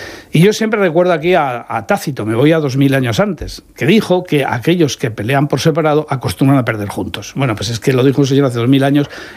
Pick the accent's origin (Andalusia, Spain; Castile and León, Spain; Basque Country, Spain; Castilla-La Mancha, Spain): Castile and León, Spain; Burgos; moved away as an adult; also born or lived in Madrid; now in Murcia, Spain; Yo he vivido más en Murcia que en mi tierra.